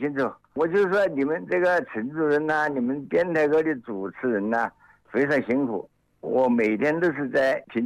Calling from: Qianjiang, Hubei, China; 湖北潜江市的周根滩。

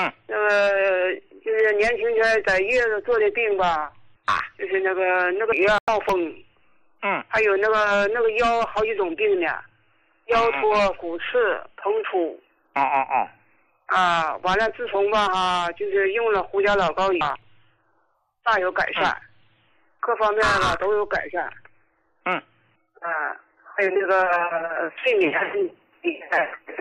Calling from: Jilin, China; 我是吉林的。

